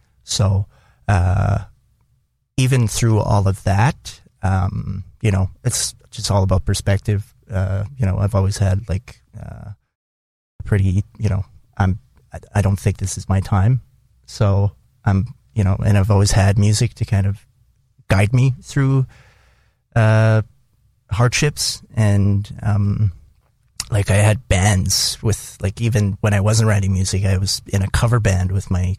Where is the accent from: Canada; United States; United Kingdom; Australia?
Canada; Wabasca, Alberta; we're actually back in my hometown of Wabaska on Canada Day.